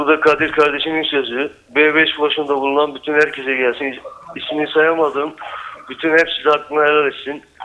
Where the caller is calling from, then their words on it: Aydın, Turkey; Aydın Açık'tan arıyorum